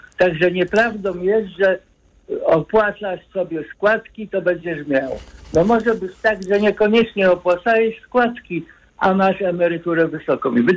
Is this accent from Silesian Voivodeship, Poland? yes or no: yes; Katowice, Silesian Voivodeship, Poland; Ponieważ jestem z Katowic, plus środowisko takich dorabiań w ochronie, które ja poznałem, to przede wszystkim górnicy.